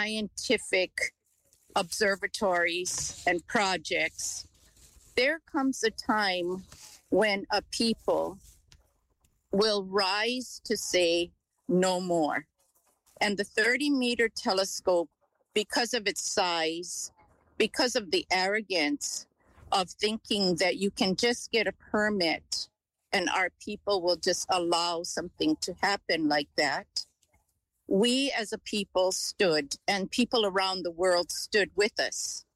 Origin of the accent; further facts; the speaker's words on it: Hawaii, United States; I'm from Moku o Keawe, Hawaii Island, and Mauna Kea is my sacred mountain.